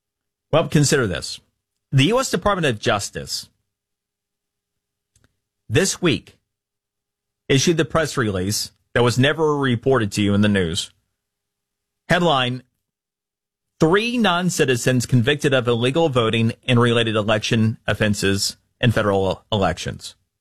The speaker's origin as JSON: {"language": "English", "region": "Florida", "country": "United States", "tie": "born or raised there", "said": "For example, in my home state of Florida, where this story emanated from this week"}